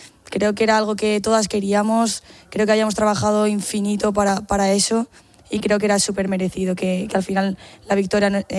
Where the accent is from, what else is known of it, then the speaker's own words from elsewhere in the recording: Madrid, Community of Madrid, Spain; Eso es, yo soy de Madrid.